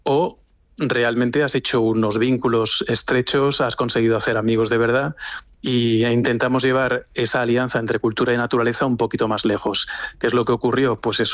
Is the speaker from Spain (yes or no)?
yes; Extremadura, Spain; en cuanto que, bueno, como extremeños, el hecho de siempre se ha tenido una especial atención con eso que se ha llamado la raya, ¿no?